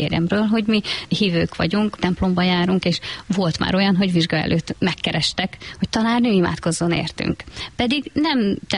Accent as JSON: {"language": "Hungarian", "region": "Zakarpattia Oblast", "country": "Ukraine", "moved": "yes", "lives_now": "Balassagyarmat, Hungary", "said": "Mi Kárpátaljáról származunk. 2022. február 24-én jöttünk át a határon. Balassagyarmattól nem messze, de Becsényben lakik a nővérem, ő fogadott be minket."}